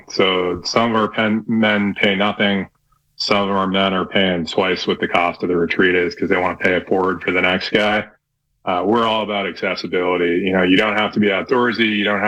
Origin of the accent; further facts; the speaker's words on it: New England, United States; moved away; I grew up in New England